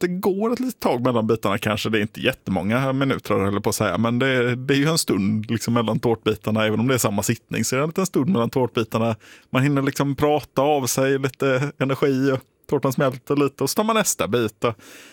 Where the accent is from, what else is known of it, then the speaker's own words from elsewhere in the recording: Gothenburg, Västra Götaland County, Sweden; moved away; jag var ju hemma på Göteborg